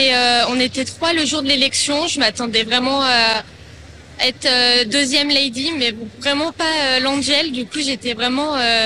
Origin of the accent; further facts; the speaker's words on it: Albertville, Auvergne-Rhône-Alpes, France; j'ai 24 ans, je suis originaire d'Albertville.